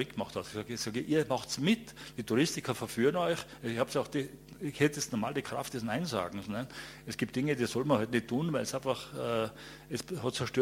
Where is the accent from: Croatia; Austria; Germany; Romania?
Austria; Tyrol; bei mir in Reitemalbach, oder in meiner Heimatgemeinde in Reitemalbachtal ist der kommerzialisierte Almabrieb erfunden worden.